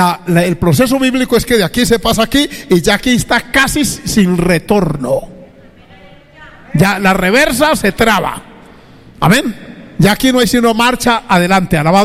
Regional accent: Antioquia, Colombia; yo soy de Antioquia

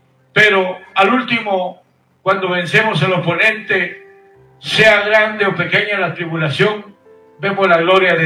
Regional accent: Guatemala; moved away as an adult; now in United States; allá en mi tierra natal, Guatemala. … nacido en Guatemala, viviendo aquí en Estados Unidos ya casi 30 años.

